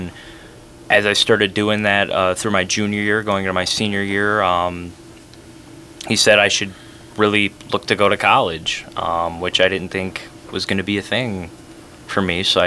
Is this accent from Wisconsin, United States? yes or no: yes; Beloit, Wisconsin, United States; moved away as an adult; now in Whitewater, United States; because I'm from Beloit.